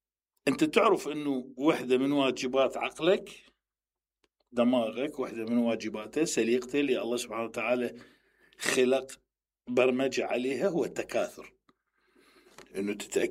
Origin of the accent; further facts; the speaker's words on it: Iraq; moved away as an adult; now in Dubai, United Arab Emirates; قلت أنا عراقي.